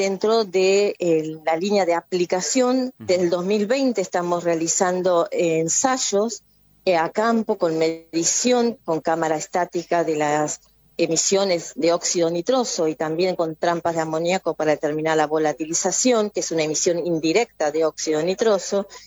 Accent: Argentina

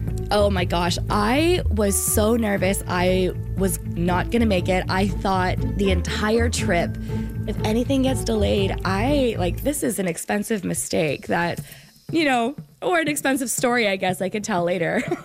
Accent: Winnipeg, Manitoba, Canada; I am from Winnipeg, Manitoba

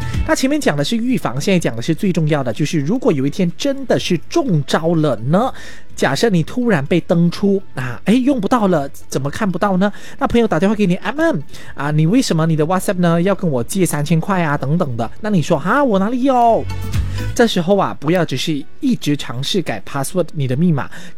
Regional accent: Malaysia; 我觉得特别适合我们马来西亚人。

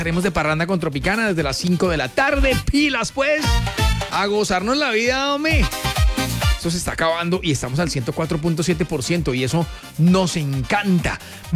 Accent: Ibagué, Tolima, Colombia; Ustedes ya saben que les cuento cada rato que soy del Tolima, que soy de Ibagué y tal. Pero yo, y se los digo también con todo respeto hacia Ibagué, yo no me quiero volver para Ibagué, yo me quiero quedar aquí.

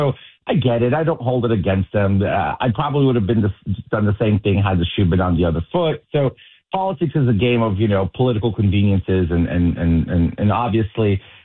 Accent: New York City, New York, United States; moved away as an adult; I love New York City. I'm a New Yorker through and through

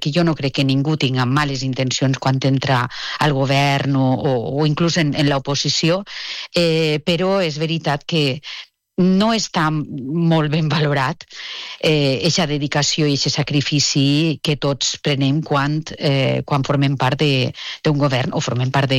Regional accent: Oliva, Valencian Community, Spain; Pues molta estima per el meu poble i per tots els que treballen i fan possible que un poble funcione

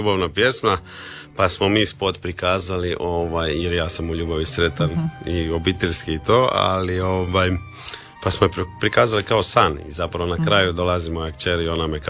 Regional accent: Pag, Zadar County, Croatia; Rodom sam ja sa Paga

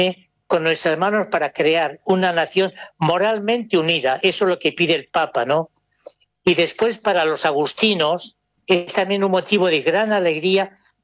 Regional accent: Soria, Castile and León, Spain; accent: Spanish; moved away as an adult; also born or lived in Valles Calchaquíes, Argentina; now in Buenos Aires, Argentina; Yo vengo de Soria, allá de España, y llevo 56 años en la República Argentina. 4 décadas en el camino del Inca y un poquito más, y ahora llevo como 16 años aquí en Buenos Aires

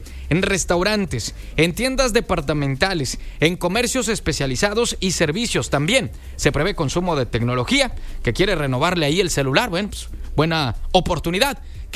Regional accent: Nuevo León, Mexico; como mexicanos, claro, como nuevo leoneses

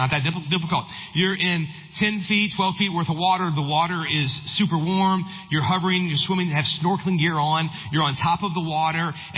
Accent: Louisiana, United States; I grew up in South Louisiana, in a bayou right by our house

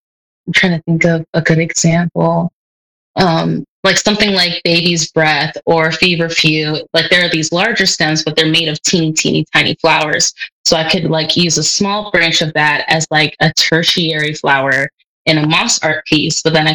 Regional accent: Lawrence, Kansas, United States; now in Kansas City, United States; I grew up in Lawrence. So when I first graduated, I like stayed in Lawrence for like just a couple months.

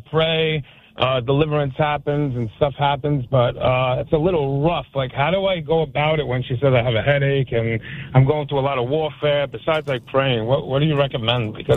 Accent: Philadelphia, Pennsylvania, United States; now in Florida, United States; I'm originally from Philadelphia, too. I was doing ministry down in Kensington, Philadelphia

